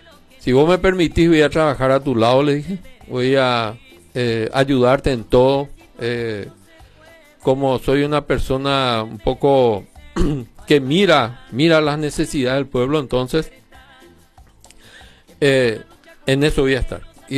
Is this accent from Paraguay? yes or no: yes; Paraguay; somos paraguayos.